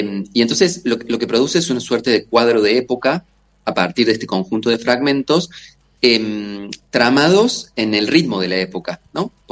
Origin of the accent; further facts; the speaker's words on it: Córdoba, Argentina; sí soy de Córdoba, eso seguro.